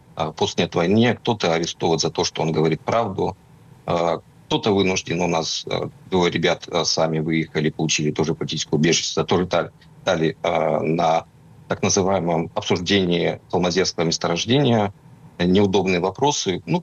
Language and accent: Russian; Murmansk Oblast, Russia